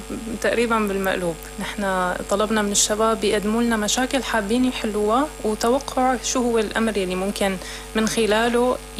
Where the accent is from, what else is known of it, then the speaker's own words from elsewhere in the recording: Syria; عنا كسوريين بشكل عام